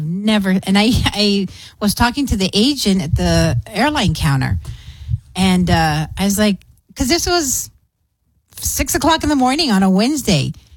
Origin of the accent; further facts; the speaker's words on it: El Paso, Texas, United States; And I was born and raised here in El Paso